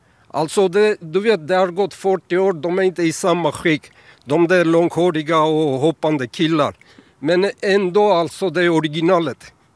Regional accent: Armenia; now in Upplands Väsby, Sweden; När jag flyttade hit från Armenien 1995.

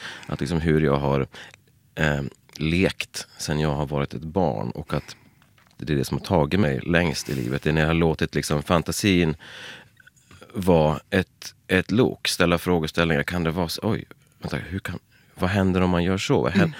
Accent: Leksand, Dalarna County, Sweden; när jag växte upp i Leksand

